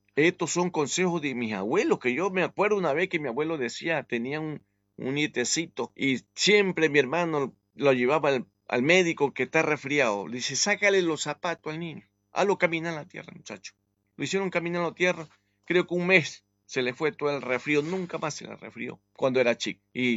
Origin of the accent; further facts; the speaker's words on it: Ecuador; Yo como católico, como ecuatoriano, que vengo de la mitad del mundo, de esa alta montaña de la Amazonía. Créanme, lo que yo no nací en cuna de oro. Yo vengo de las montañas, yo me conozco lo que es el campo.